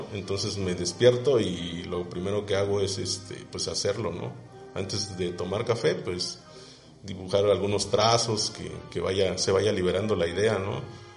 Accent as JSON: {"language": "Spanish", "region": "Oaxaca", "country": "Mexico", "said": "como jojeños o como oaxaqueños"}